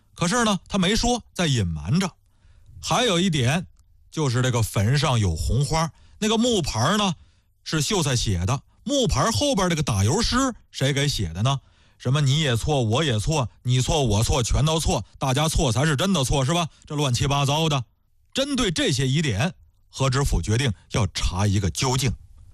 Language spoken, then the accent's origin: Chinese; Bohai Sea coast, China; 我们老家呢也是在渤海边上，